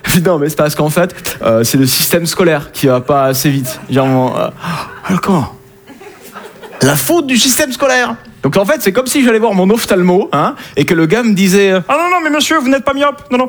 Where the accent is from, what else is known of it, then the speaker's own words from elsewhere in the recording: Southern France, France; Hein, je viens du sud de la France.